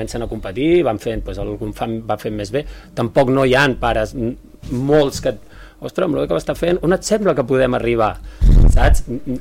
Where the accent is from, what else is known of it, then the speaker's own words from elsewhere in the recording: Santpedor, Catalonia, Spain; moved away; jo soc de Santpedor, ara fa molts que visc aquí